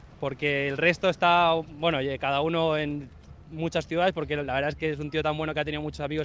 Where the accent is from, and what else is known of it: Madrid, Community of Madrid, Spain